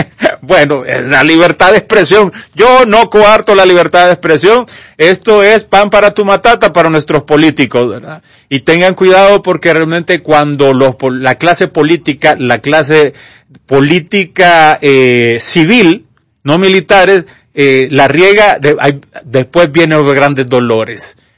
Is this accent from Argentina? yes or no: no; Honduras